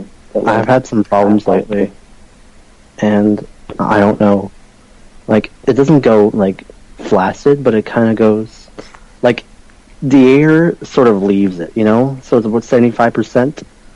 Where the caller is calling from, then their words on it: Mississauga, Ontario, Canada; I'm calling from Mississauga.